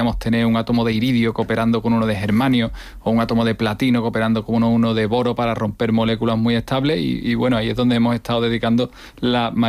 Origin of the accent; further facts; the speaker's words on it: Seville, Andalusia, Spain; Yo vine a Sevilla porque soy de Sevilla, hice mi tesis de hecho en ese mismo sitio